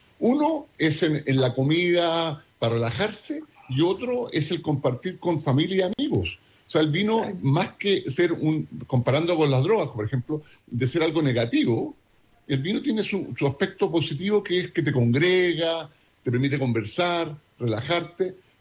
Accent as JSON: {"language": "Spanish", "country": "Chile", "said": "Somos grandes en la industria del vino, y cada botella de vino, somos grandes embajadores de Chile en todo el mundo"}